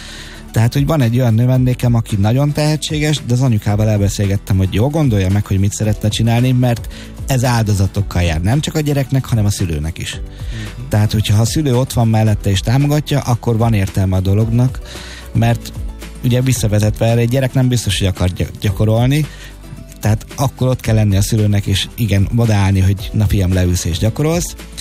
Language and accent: Hungarian; Hungary; Tehát én büszke vagyok arra, hogy magyar vagyok, büszke vagyok arra, hogy hegedűművész vagyok, és hogy itt vagyok a világ másik végén